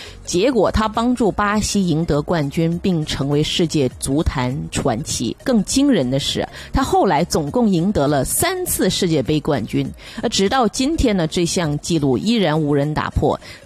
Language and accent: Chinese; Canada; 我们加拿大人